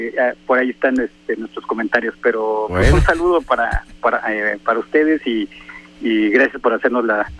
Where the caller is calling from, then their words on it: Tijuana, Baja California, Mexico; De aquí, de Tijuana.